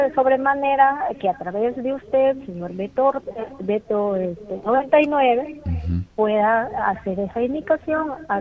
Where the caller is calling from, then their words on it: La Banda de Shilcayo, San Martín, Peru; Nosotros también, como bandinos, yo pues vivo en La Habana, en Chircay